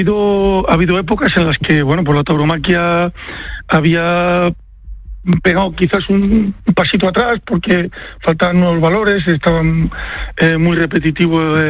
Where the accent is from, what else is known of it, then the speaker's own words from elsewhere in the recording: Castile and León, Spain; en la comunidad de Castilla y León, de donde somos originarios de Valladolid